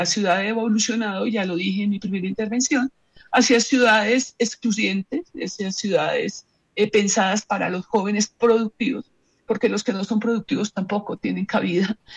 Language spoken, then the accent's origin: Spanish; Colombia